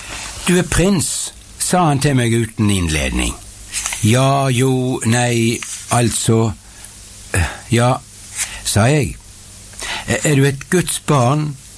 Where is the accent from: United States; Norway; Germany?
Norway; Bergen, Vestland; utenfor biblioteket hjemme i Bergen